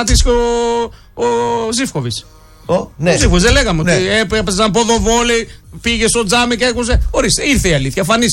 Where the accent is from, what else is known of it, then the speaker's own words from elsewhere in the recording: Greece; Γιατί εμείς σαν Έλληνες να πληρώνουμε 10 εκαμίτες